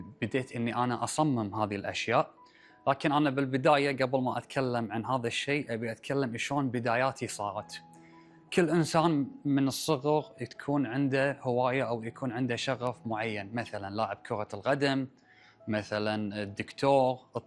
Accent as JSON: {"language": "Arabic", "country": "Kuwait", "tie": "born there", "said": "من 2012، من صار 2012، أنا بلشت هني أسافر برا الكويت"}